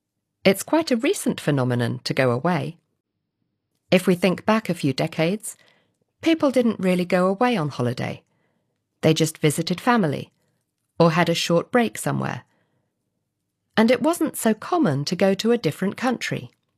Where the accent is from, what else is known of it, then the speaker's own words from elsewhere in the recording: England, United Kingdom; Growing up in England, we went to the seaside quite a lot, although the sea was pretty cold compared to some parts of the Mediterranean.